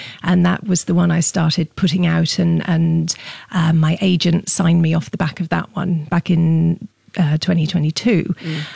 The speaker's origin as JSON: {"language": "English", "country": "United Kingdom", "lives_now": "Singapore", "said": "I feel I'm looking at it through a British lens, being a British woman living here, writing about a British woman visiting here."}